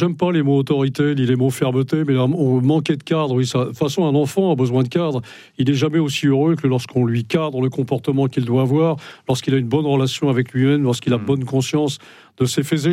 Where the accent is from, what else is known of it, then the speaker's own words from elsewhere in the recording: Brittany, France; c'est pas parce que je suis breton que je ne fais pas partie. Nous avons été vassalisés par l'histoire de France, nous les bretons, malgré nous.